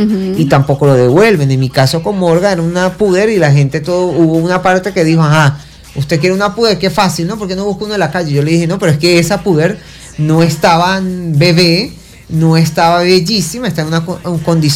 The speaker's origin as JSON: {"language": "Spanish", "country": "Venezuela", "said": "me independicé a los 17 años como buen venezolano que soy"}